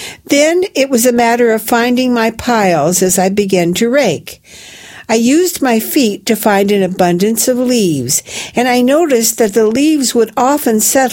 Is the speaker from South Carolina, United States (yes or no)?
yes; Clemson, South Carolina, United States; I grew up in Clemson, South Carolina, a relatively small college town near the Blue Ridge Mountains, in the northwestern portion of the state.